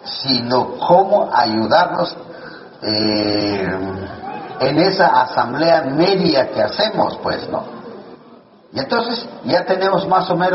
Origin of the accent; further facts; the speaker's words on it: Chiapas, Mexico; aquí somos Celtal, Xochilto, Laval, Chol, Soque, Mame